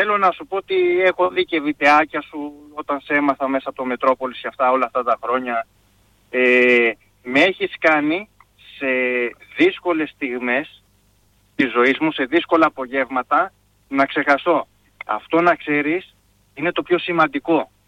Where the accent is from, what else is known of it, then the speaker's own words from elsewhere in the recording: Central Greece, Greece; Εγώ είμαι από την Εύβοια, καταγωγή.